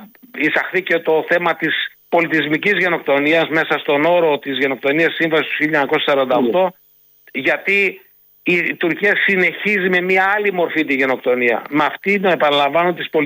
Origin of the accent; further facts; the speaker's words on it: Greece; είμαι ο Έλληνας ακολούθος άμυνας